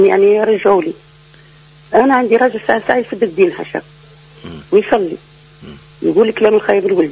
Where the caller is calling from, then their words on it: Djerba, Medenine, Tunisia; أنا من جربة.